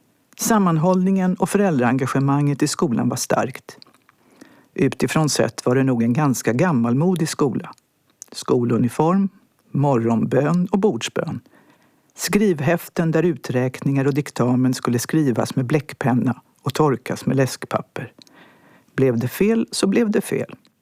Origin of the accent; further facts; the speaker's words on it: Stockholm, Stockholm County, Sweden; now in Åland, Finland; Då flyttade familjen till Stockholms innerstad som har varit min hemort sedan dess.